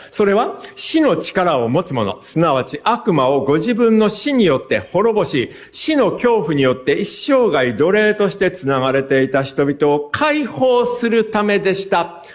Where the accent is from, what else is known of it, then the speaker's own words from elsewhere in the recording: Hakusan, Ishikawa, Japan; 私は本当にこう、真っ当に生まれ育ってですね、まあ当時はですね、真っ当、今白山市になりましたけども、旧市街ですけれども、で、教会なんかはないですし、で、クリスチャンなんてのは見たこともないですし、で、全く普通の、こう、仏教の因習のある、そういった家庭に生まれ育ってですね